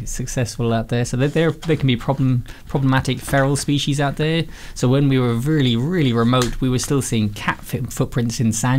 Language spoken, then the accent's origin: English; Ireland; now in Australia; No, I'm not from Australia. So I come from a much wetter part of the world. I come from Ireland, which is pretty different from the Labrador.